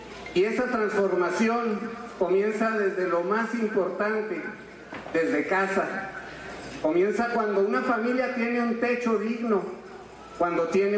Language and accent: Spanish; Guachochi, Chihuahua, Mexico